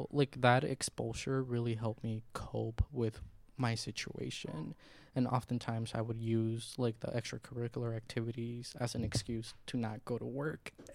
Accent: Milwaukee, Wisconsin, United States; also born or lived in Washington, D.C.; I came from the South Side, so all I knew was, like, the South Side.

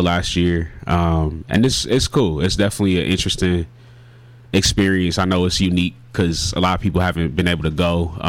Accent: United States; And me being Black American as well as Ghanaian, I grew up here. I grew up in America. I grew up a black man, like, and I claim that proudly.

